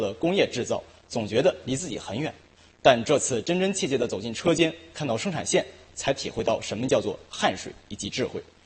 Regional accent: Northeast China, China; born there; moved away

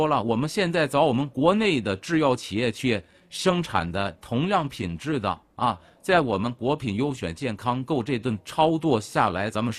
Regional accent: China; 我说的是让我们中国人用上，是让我们普通老百姓都能用上。

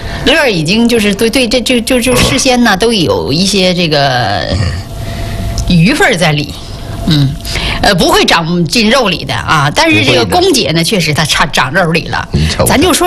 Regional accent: Northeast China, China; 像我们东北人讲话的

